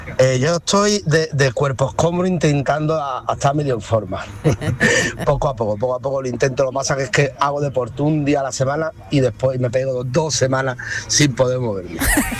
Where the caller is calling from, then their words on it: Villanueva del Río, Andalusia, Spain; mi pueblo, de Villanueva del Río